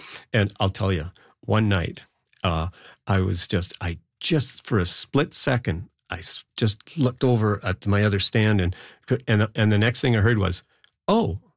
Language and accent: English; Ontario, Canada; moved away as an adult; I was a little older because I came from Ontario, and I went to grade 13, and then I worked for a year.